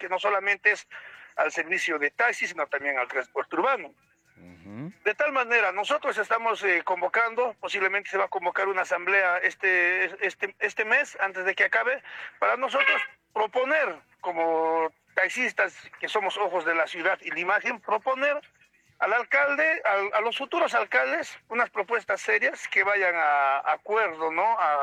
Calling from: Cusco, Peru; ¿Y qué hacemos como peruanos, como ciudadanos, como cusqueños?

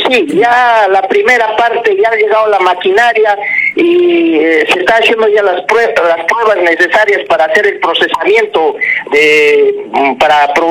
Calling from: Cusco, Peru; Nosotros somos parte de Yanatile, pero queremos que la gente se entere que nosotros siempre hemos sido, pues, yanatileños

